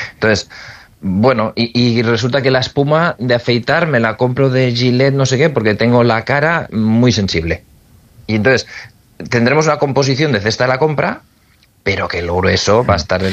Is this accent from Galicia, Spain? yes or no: no; Barcelona, Catalonia, Spain; yo que soy de Barcelona, en Barcelona han controlado el alquiler y se nos ha ido de madre.